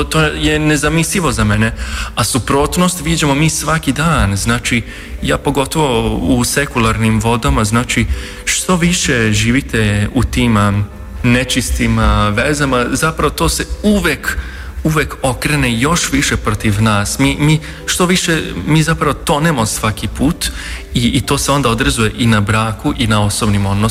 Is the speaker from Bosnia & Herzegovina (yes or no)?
no; Vojvodina, Serbia; now in Croatia; ja sam Mađar iz Vojvodine.